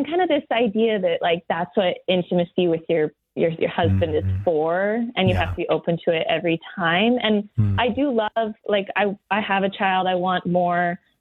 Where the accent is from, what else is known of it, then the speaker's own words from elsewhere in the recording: Anchorage, Alaska, United States; Yeah, from Anchorage. Mm-hmm. Yeah, so I'm used to it.